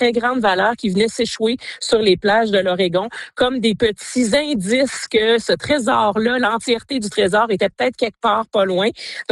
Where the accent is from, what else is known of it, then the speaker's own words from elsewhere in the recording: Quebec, Canada; chez moi, en Gaspésie